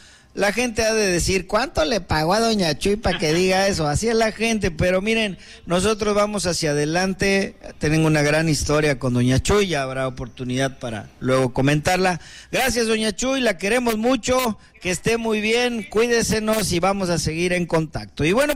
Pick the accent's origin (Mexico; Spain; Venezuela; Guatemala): Mexico; Guerrero